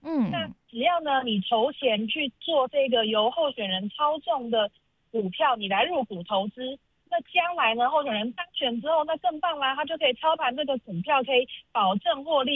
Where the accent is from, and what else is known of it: Taiwan